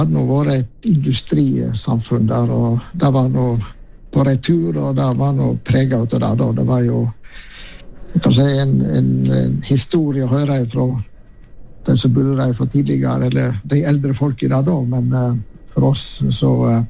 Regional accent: Kinsedal, Vestland, Norway; Ja, jeg vokste opp i Kinsedal, en liten grend på Søsia, så lustringene kanskje ikke alle kjenner, men det var jo der jeg hadde min første år

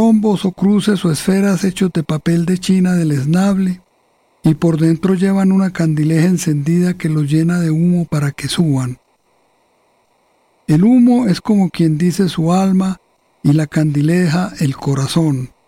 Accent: Medellín, Antioquia, Colombia; born there; sala de la casa de la calle del Perú de la ciudad de Medellín, capital de Antioquia. En la casa en donde yo nací

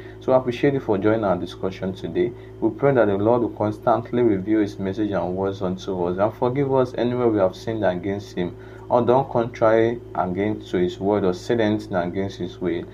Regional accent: Okada, Edo, Nigeria; So once again … from Okada Town, Edo State, Nigeria.

